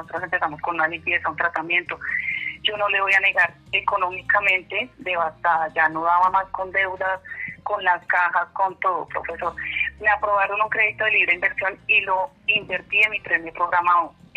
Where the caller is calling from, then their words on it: Bogotá, Colombia; yo lo llamo acá del barrio San Cristóbal Norte